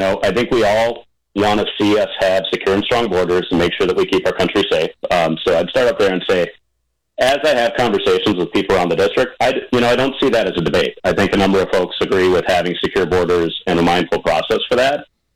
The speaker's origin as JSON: {"language": "English", "town": "Larsen", "region": "Wisconsin", "country": "United States", "tie": "born or raised there", "moved": "as an adult", "lives_now": "Ozaukee County, United States", "said": "my parents were working at a feed mill and a supper club when I was growing up in Larson, and now I live in Ozaukee County in the very southeast corner of the district."}